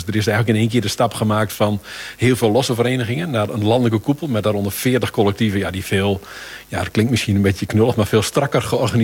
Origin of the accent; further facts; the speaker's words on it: Groningen, Netherlands; Maar we hadden in het noorden van Nederland, waar ik vandaan kom, en ik kom in Groningen